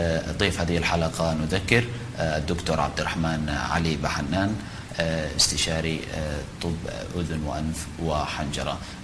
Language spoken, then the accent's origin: Arabic; Hadramawt, Yemen; عندنا في حضرموت